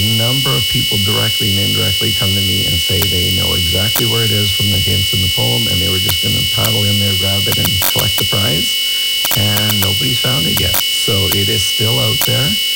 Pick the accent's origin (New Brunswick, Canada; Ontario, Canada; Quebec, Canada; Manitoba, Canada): Ontario, Canada; Thunder Bay; I grew up in Thunder Bay my whole life